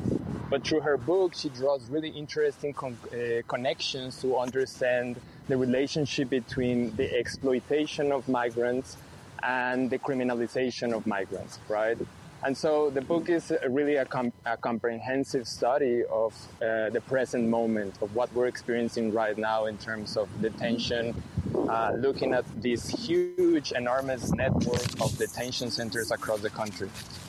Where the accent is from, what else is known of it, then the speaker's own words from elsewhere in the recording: Mexico; moved away as an adult; now in United States; I'm a visual artist. I was born in Mexico. I'm originally from Mexico, but I have spent a few years in the United States, living in the United States